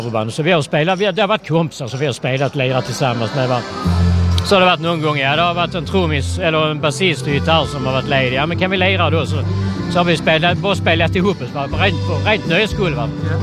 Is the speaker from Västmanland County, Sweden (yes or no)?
no; Bara, Skåne, Sweden; Alltså jag bodde ju i Svedala kommun när jag växte upp i Bara.